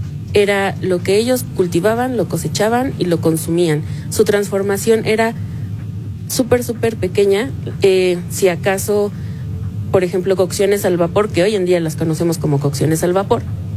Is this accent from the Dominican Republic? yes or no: no; Mexico; Nosotros como mexicanos